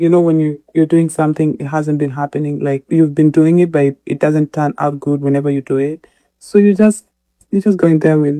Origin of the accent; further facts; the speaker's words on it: Mumias, Kakamega County, Kenya; I'm from Ushagro. Mumias, Kakamega, Harambee, Mukwea.